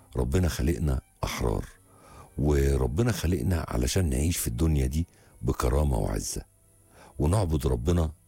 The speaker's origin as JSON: {"language": "Arabic", "region": "Upper Egypt", "country": "Egypt", "said": "احنا صعيدة، ما انا راجل صعيدي"}